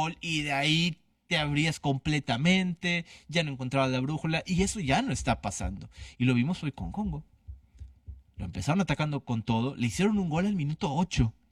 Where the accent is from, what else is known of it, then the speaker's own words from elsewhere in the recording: Mexico; Evidentemente soy mexicano y mi equipo número uno va a ser la selección de México.